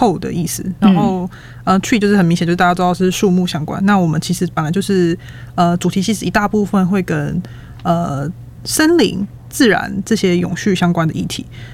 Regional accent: Taiwan; 我们台湾人

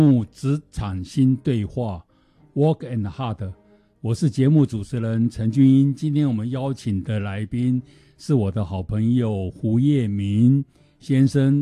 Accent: Taiwan; 我们台湾话有讲说

